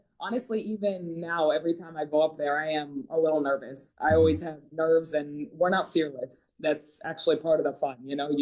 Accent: Virginia, United States; now in Florida, United States; I'm actually from Virginia.

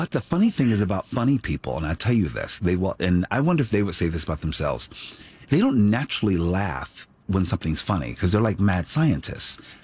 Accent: Philadelphia, Pennsylvania, United States; I come from a very humble place. I come from West Philadelphia. Inner city West Philadelphia, where, you know, a lot of blue collar folks. I was the first in my family to go to college.

